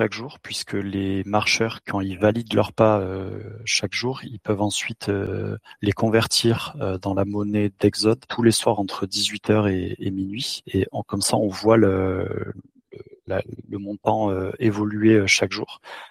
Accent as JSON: {"language": "French", "town": "Montpellier", "region": "Occitanie", "country": "France", "tie": "born or raised there", "said": "Eric et moi, on est même natifs de Montpellier."}